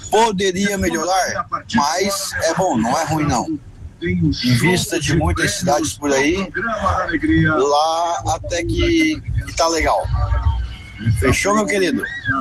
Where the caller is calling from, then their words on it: Tubarão, Santa Catarina, Brazil; de Tubarão, Santa Catarina.